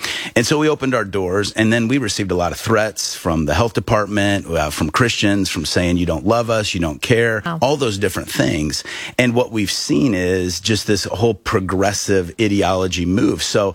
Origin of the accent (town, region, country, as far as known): Peoria, Illinois, United States; born or raised there